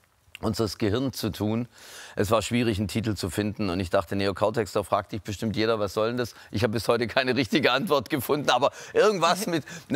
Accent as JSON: {"language": "German", "region": "Swabia", "country": "Germany", "said": "Ich bin Schwabe."}